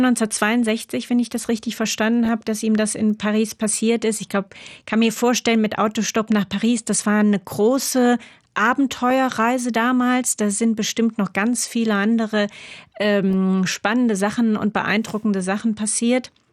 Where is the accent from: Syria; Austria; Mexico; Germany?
Germany; Saarland; Ich komme aus dem Saarland, also wir sind direkt